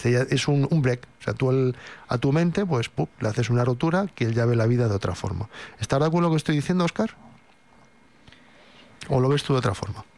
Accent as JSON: {"language": "Spanish", "country": "Spain", "said": "yo que soy español"}